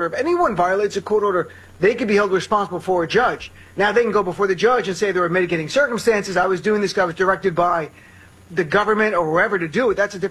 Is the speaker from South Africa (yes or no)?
no; New Jersey, United States; Yeah, I'm also from Jersey. So that's how we do elections.